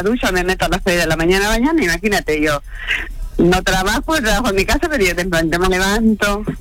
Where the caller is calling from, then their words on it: Tomé, Biobío, Chile